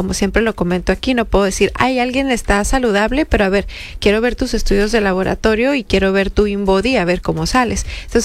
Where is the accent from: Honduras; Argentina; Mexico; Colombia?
Mexico; nos quedamos como mexicanos